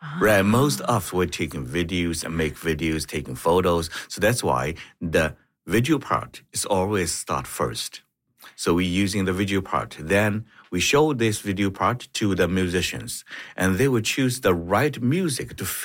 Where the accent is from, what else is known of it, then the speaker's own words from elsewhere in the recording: China; English is a second language; now in New Brunswick, Canada; Originally, I'm come from China.